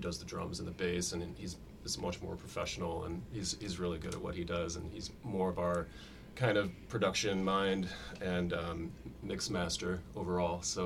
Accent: Chicago, Illinois, United States; also born or lived in New York City; now in New Orleans area, United States; When I used to live in New York City, I'm from Chicago originally.

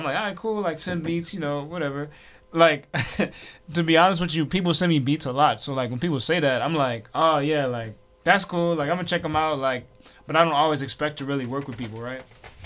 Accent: West Bank, Palestine; I'm from the West Bank, and I've been making music for a while.

